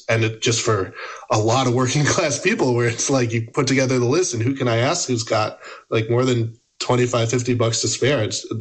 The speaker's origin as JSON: {"language": "English", "region": "Rhode Island", "country": "United States", "tie": "born or raised there", "said": "my home state of Rhode Island. And like Rhode Island, it's a small state."}